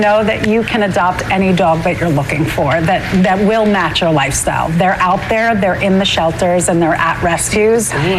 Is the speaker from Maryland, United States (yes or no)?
no; New York, United States; moved away; I'm from New York